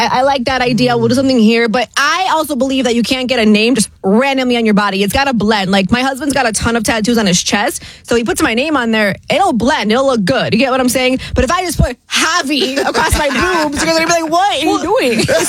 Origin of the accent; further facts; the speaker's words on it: Michigan, United States; Listen, I'm from Michigan too.